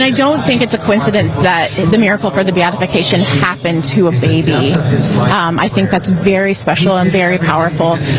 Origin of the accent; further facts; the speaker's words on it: Midwest, United States; Well, my favorite thing to talk about is, first of all, I'm a Midwesterner.